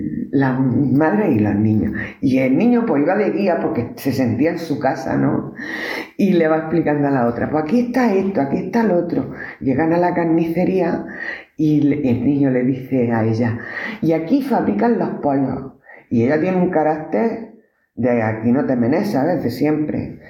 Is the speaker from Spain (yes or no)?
yes; Huéscar, Andalusia, Spain; born or raised there; moved away as an adult; now in Granada, Spain